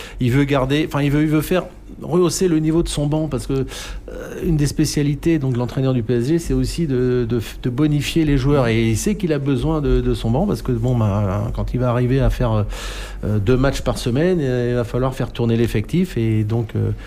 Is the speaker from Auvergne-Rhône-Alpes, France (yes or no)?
yes; Saint-Étienne, Auvergne-Rhône-Alpes, France; tu sais que j'aime bien le vert en tant que Stéphanois, le vert aussi, non, par rapport à Lyon.